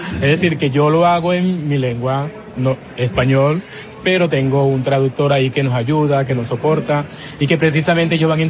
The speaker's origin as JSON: {"language": "Spanish", "town": "Aracataca", "region": "Magdalena", "country": "Colombia", "tie": "born there", "moved": "yes", "lives_now": "La Guajira, Colombia", "said": "yo soy del Magdalena, nací en Aracataca, Magdalena, esa tierra de Macondo que me ha enseñado mucho, y precisamente de Macondo, como yo nací allá en una casita de bareque, en una casita de barro"}